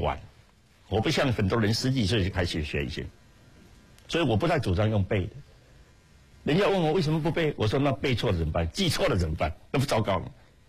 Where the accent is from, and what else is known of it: China